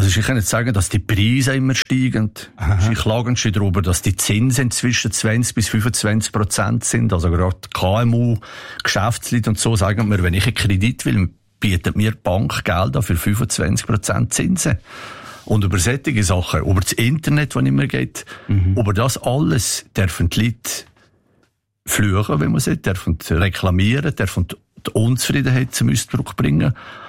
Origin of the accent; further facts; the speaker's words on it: Switzerland; als Schweizer